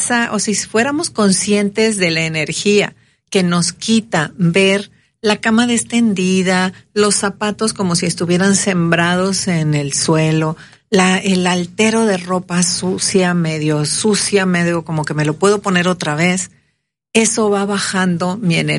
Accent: Mexico; somos latinos, mexicanos, felices

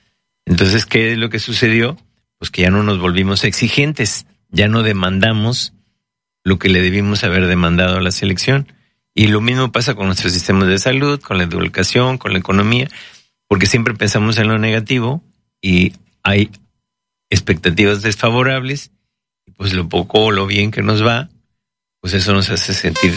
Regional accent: Mexico; ese es el tipo de contradicciones que luego tenemos como mexicanos

